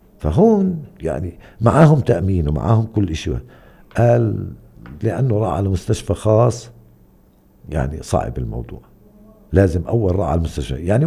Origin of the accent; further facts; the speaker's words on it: West Bank, Palestine; عندنا في الضفة